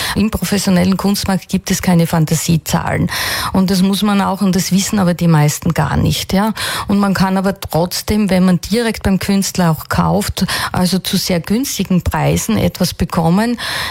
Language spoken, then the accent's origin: German; Bärnbach, Styria, Austria; Ich kann mich erinnern, also bei uns in Bernbach gibt es ja diese tolle Hundertwasserkirche und wie ich 16, 17 Jahre alt war und eben mit meinem Moped vorbeigefahren